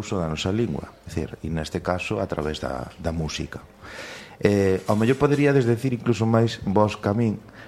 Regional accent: Galicia, Spain; Eu veño incorporado, que son da Mariña.

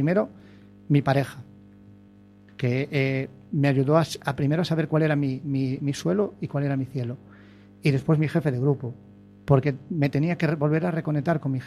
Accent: Baiona, Galicia, Spain; Yo, como te digo, soy de Bayona. Mi bisabuela era una persona que tenía vacas y se curaba con hierbas todo.

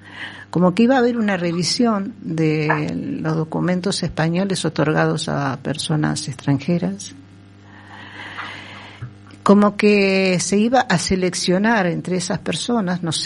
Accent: Uruguay; now in Spain; yo también siendo de africano, a saber para dónde me tiran. A mí me pueden tirar para África, me pueden tirar para Italia o me devuelven a Uruguay.

